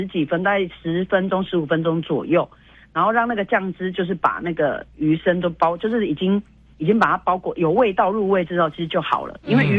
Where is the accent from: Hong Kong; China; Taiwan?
Taiwan; Tainan; 因为我台南人比较喜欢吃甜。